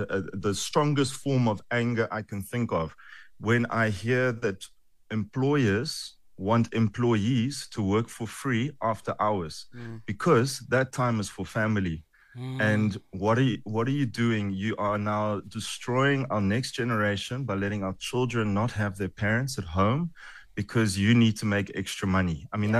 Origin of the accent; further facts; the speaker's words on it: South Africa; I have the huge privilege of being a South African psychologist